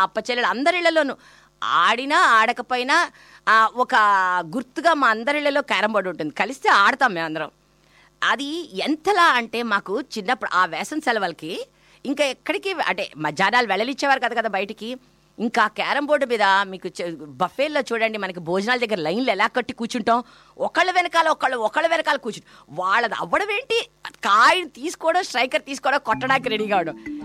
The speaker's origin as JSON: {"language": "Telugu", "town": "Vijayawada", "region": "Andhra Pradesh", "country": "India", "moved": "yes", "lives_now": "Sydney, Australia", "said": "పుట్టి పెరిగిన ఊరు. అవును, అదే అంటారు మీరు మీ కోలవెన్ను, నేను నా విజయవాడ."}